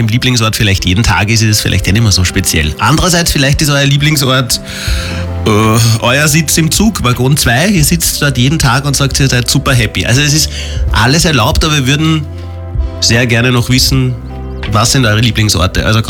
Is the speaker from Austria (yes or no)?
yes; Lower Austria, Austria; Also, nee, ich komme aus der Wachhauser. Jetzt auch Weinberge sagen, das ist langweilig. Aber ich bin schon zu Hause.